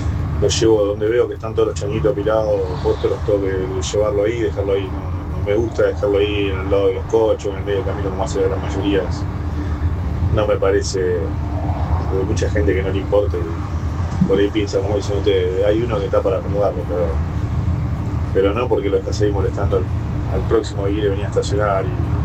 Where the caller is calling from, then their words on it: Hurlingham, Buenos Aires Province, Argentina; de Urlinga te habla.